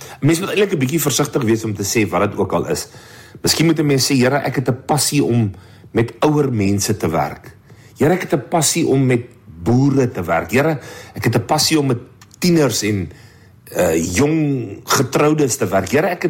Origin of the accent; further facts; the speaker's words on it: Vredendal, Western Cape, South Africa; ek kom af van Vredendal se wêreld af. Ons het maar ons eie manier van dinge doen. En ek kom met agter, ek is 57 jaar oud